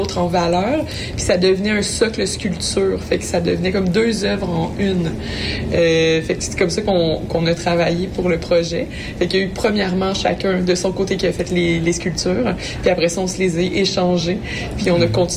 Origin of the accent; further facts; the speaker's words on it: Quebec, Canada; now in Montreal, Canada; maintenant, j'habite à Montréal, mais on est les deux grandis en campagne de Montréal.